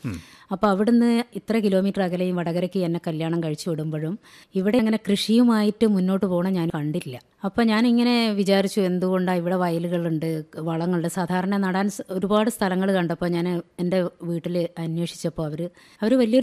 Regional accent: Wayanad district, Kerala, India; moved away as an adult; now in Vadakara, India; ഞാൻ എൻ്റെ സ്വദേശം, ഞാൻ ജനിച്ചു വളർന്നത് വയനാട് ജില്ല. വയനാട് ജില്ല എന്ന് പറയുമ്പോൾ തന്നെ അറിയാം വയലുകളുടെ നാടാണ്.

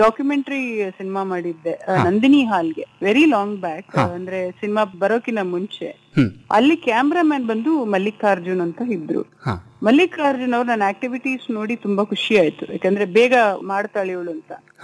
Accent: Bengaluru, Karnataka, India; also born or lived in Kodagu; ನಾನು ಆಕ್ಚುಲಿ ಕೊಡಗಿನವಳೆ. ನಾನು ಹುಟ್ಟಿ ಬೆಳೆದಿದ್ದೆಲ್ಲ ಬೆಂಗಳೂರೇ, ಬಟ್ ನನ್ನ ತಾತ ಇದ್ದಿದ್ದು ಮೂರ್ನಾಡ್ ಅಂತ ಕುಂಬಳದಾಳ್.

